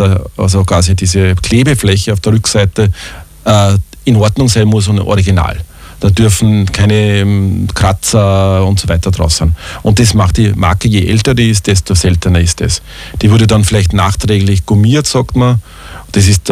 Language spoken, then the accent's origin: German; Sigarting, Upper Austria, Austria; das ist ein Brief mit einem Poststempel aus Sigarting, das ist meine Heimatgemeinde aus dem Innviertel.